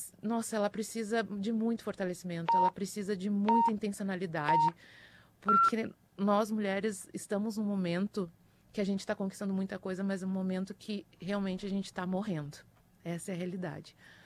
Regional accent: Alvorada, Rio Grande do Sul, Brazil; Eu sou de Alvorada.

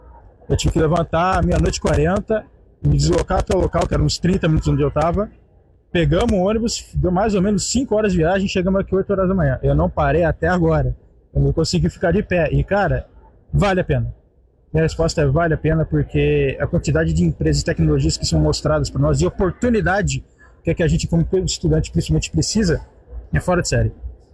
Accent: São Paulo, Brazil; moved away as an adult; now in Rio Grande do Sul, Brazil; quando eu vim pra cá, as pessoas percebiam de longe meu sotaque. Pô, de onde você é? Ah, sou de São Paulo.

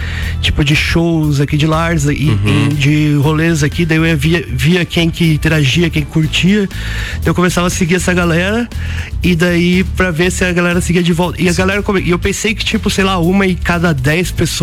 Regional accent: Lages, Santa Catarina, Brazil; Ah, eu fui criado aqui em Lages, hoje eu tenho 28, vou fazer 29, né?

